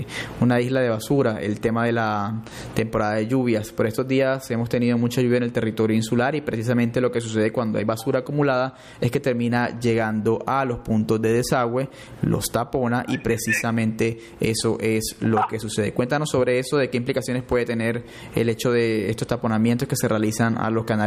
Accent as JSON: {"language": "Spanish", "region": "San Andrés and Providencia", "country": "Colombia", "first_language": "San Andrés Creole", "second_language": "Spanish", "said": "en nuestra lengua materna, en nuestro criol, para todo nuestro pueblo étnico raizal"}